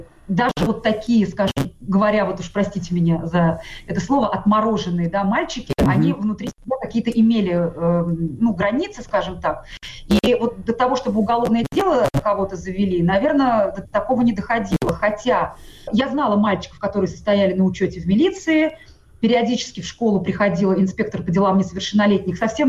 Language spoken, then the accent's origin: Russian; Tatarstan, Russia; first language Tatar; Russian is a second language; Ну, смотрите, я, конечно, знала, что я татарка.